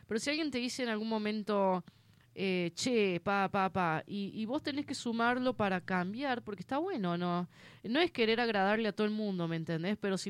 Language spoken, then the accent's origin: Spanish; San Luis, Argentina; Bueno, no sé qué acento tendremos, pero somos bien puntanos.